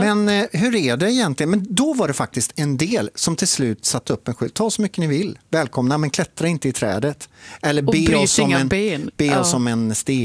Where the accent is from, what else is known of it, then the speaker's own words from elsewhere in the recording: Trollhättan, Västra Götaland County, Sweden; Så när jag var liten i Trollhättan